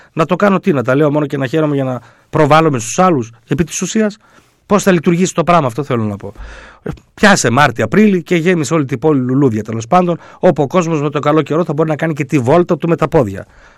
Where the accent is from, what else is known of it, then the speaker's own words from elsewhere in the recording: Athens, Attica, Greece; όχι Αθηναία, είμαι Αθηναία, Βέρα Αθηναία.